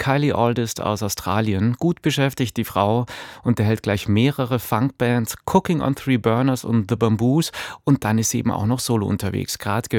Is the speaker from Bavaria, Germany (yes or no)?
yes; Munich, Bavaria, Germany; Jetzt muss ich natürlich nachfragen gleich als Münchner, wo war das denn da in München?